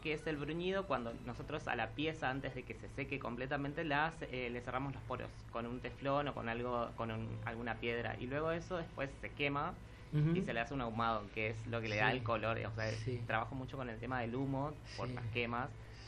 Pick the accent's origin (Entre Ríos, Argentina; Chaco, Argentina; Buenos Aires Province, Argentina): Chaco, Argentina; Puerto Tirol; fui nacido y criado ahí.